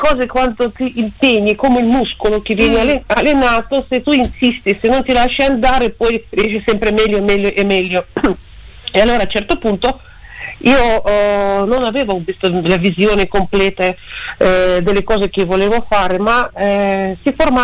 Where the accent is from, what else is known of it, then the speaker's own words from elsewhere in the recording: Minsk, Belarus; Italian is a second language; moved away as an adult; now in Italy; Minsk, la capitale.